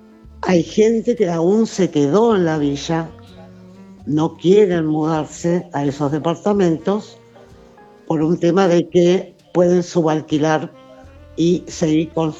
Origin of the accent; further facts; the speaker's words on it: Buenos Aires, Argentina; Yo me crié, o sea, nací en Matienzo y Conde, en Colegiales.